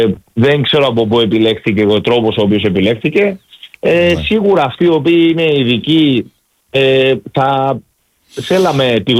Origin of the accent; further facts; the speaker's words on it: Rhodes, South Aegean, Greece; εκτός από ροδίτης πολίτης, είμαι και αιρετός του Δήμου Ρόδου